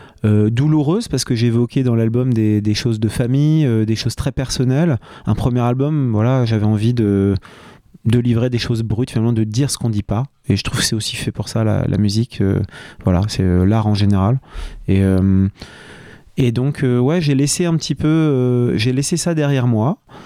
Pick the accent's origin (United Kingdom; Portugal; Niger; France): United Kingdom; England; French is a second language; moved away; Parce que tu vois, je venais d'Angleterre, j'étais rameur.